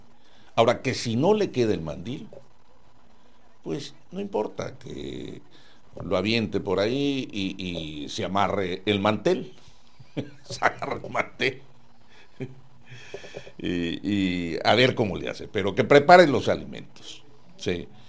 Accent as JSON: {"language": "Spanish", "country": "Mexico", "said": "quienes nos sentimos muy arraigados en el sentido de la mexicanidad"}